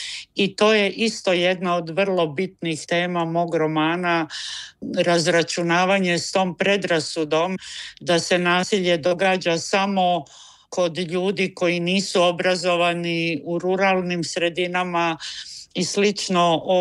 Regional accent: Croatia; kod nas u Hrvatskoj

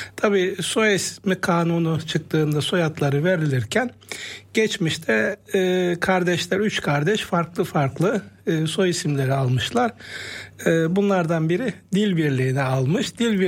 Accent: Kahramanmaraş, Turkey; Tabii Maraşlıyız, Kahramanmaraşlıyım.

